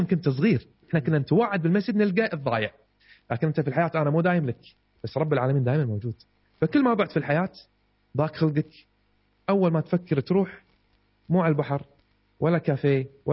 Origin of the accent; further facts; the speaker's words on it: Kuwait; عندنا بالكويت